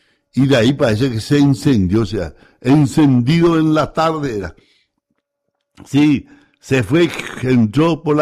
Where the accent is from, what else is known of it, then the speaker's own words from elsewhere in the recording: Paraguay; hoy todos los paraguayos estamos contentos